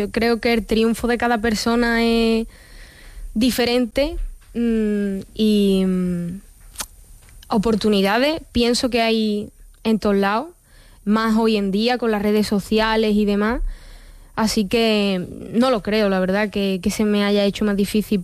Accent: Andalusia, Spain; lo que más se me ha quedado a mí de Andalucía y sobre todo de mi pueblo.

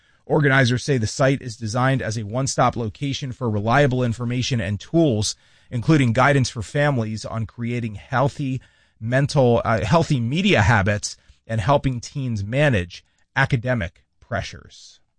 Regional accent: New Jersey, United States; moved away; Where I grew up in New Jersey

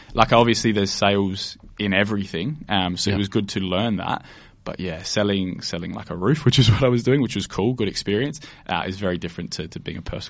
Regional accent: Adelaide, South Australia, Australia; born there; Both parents were born here in Adelaide. Obviously, I was born here in Adelaide as well. Mm-hmm. Unfortunately, don't speak Italian very well. I understand it somewhat, which is helpful.

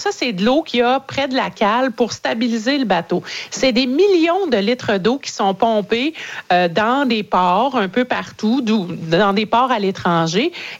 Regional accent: Magdalen Islands, Quebec, Canada; chez nous, en Gaspésie, aux îles de la Madeleine

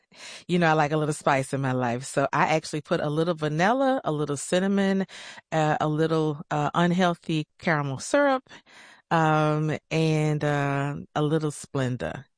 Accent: Chattanooga, Tennessee, United States; But we live one block from, eventually we moved to, you know, the hospital area on Glenwood.

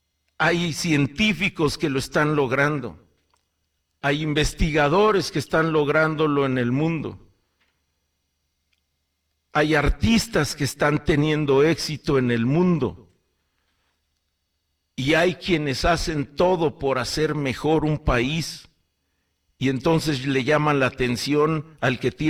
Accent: Mexico; en las que podamos sentirnos orgullosos como mexicanos.

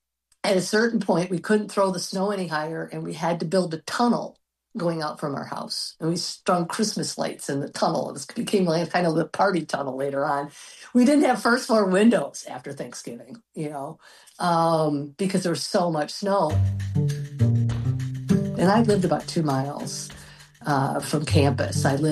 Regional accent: Muskegon, Michigan, United States; I'm from Muskegon, Michigan.

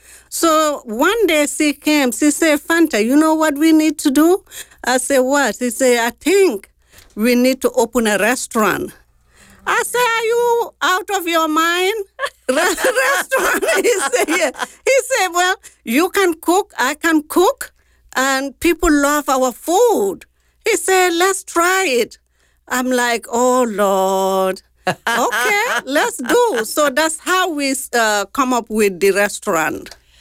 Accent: Gambia; now in United States; I'm from Gambia, West Africa, across to Senegal. We share the border from Senegal.

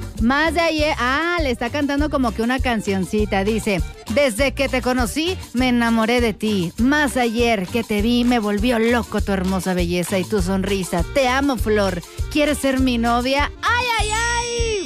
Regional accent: San Juan del Río, Querétaro, Mexico; ¡Hasta San Juan del Río, mis palomazos, mi tierra, como debe de ser!

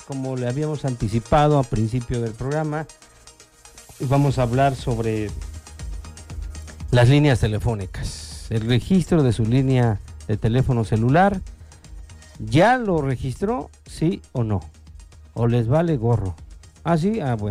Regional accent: Mexico; ya como buen mexicano

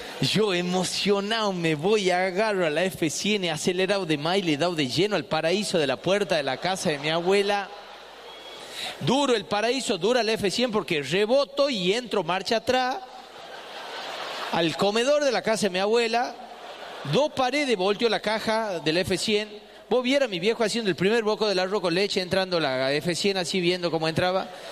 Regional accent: Famaillá, Tucumán, Argentina; la municipalidad de Famayá, en mi pueblo natal

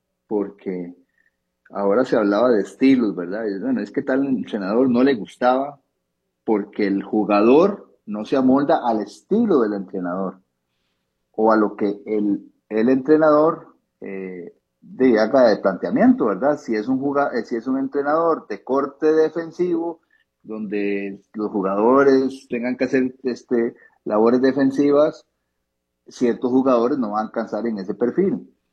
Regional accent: Costa Rica; este es lo que nos caracteriza como ticos

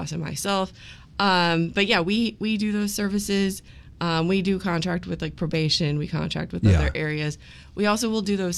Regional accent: Chatham, Illinois, United States; born there; Yes, I'm from the Chatham area. I graduated from Glenwood.

